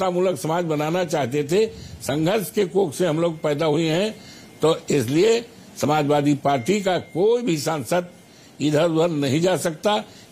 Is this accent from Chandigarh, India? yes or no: no; Ayodhya, Uttar Pradesh, India; born there; हम पैदाइशी यहीं से हैं